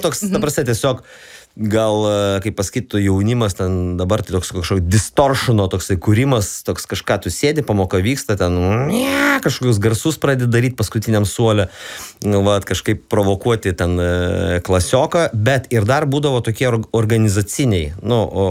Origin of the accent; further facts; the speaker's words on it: Vilnius, Vilnius County, Lithuania; aš dar esu čia vietinis, aš iš Donelaičio gatvės esu, tai man apskritai Vingio parką ar ten per pamokas, ar šiaip iš namų išeitin, tai yra kaip į kiemą.